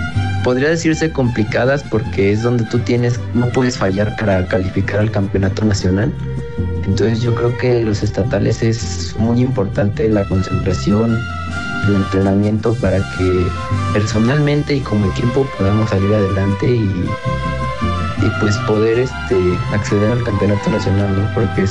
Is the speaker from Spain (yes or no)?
no; Hidalgo, Mexico